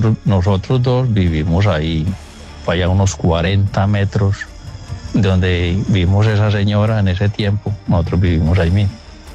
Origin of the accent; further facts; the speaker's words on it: Remedios, Antioquia, Colombia; Yo soy acá de Remedios, Antioquia. Remedios.